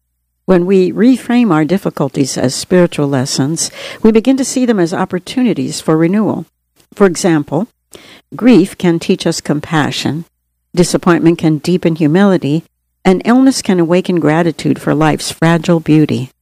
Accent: Namibia; Growing up in Namibia

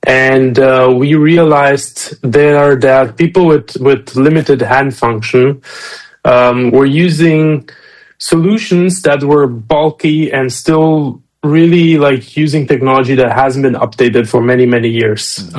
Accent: Germany; English is a second language; also born or lived in Romania; I am originally from Romania, was born in Romania, but grew up in Germany. So we moved to Germany when I was around 6-7 years old, and just did my high school there

